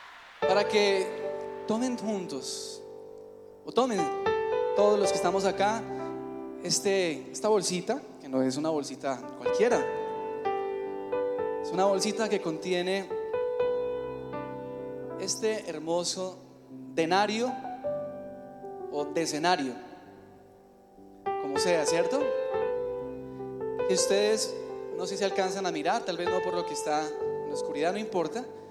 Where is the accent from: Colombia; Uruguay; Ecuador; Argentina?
Colombia; now in Mexico; Yo soy de Colombia, pero allá queremos mucho a la guadalupana.